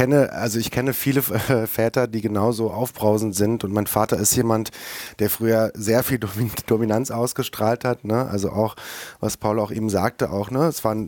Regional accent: Turkey; moved away; ich komme aus der Türkei

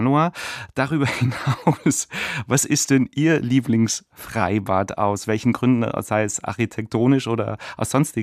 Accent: Mühldorf, Bavaria, Germany; Bei mir ist es natürlich, da wo ich herkomme, das Mühldorfer Freibad war auch nur praktische 3 Gehminuten von mir weg.

